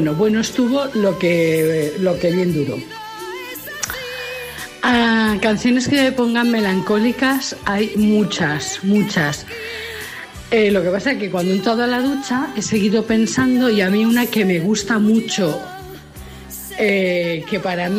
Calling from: Barcelona, Catalonia, Spain; del Guinardó.

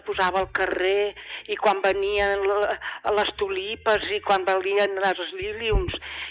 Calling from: Premià, Catalonia, Spain; tal com jo, moltes persones de Premià

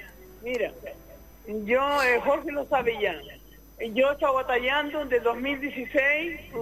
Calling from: Canary Islands, Spain; de la Ropa Vieja.

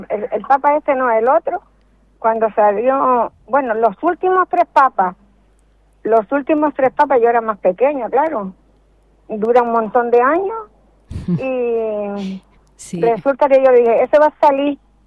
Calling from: Tenoya, Canary Islands, Spain; De Tenoya.

